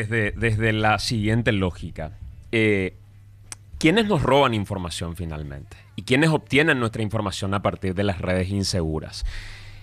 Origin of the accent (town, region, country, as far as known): Paraguay